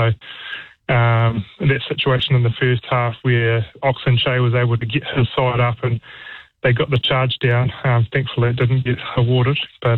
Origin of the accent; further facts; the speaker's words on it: New Zealand; made you really proud as a former All Black and as a New Zealander.